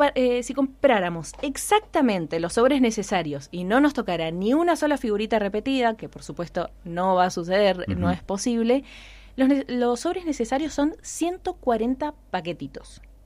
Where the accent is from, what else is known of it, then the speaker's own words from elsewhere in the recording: Argentina; nos ponemos más argentinos, y bueno, somos intensos los argentinos, lo sabemos.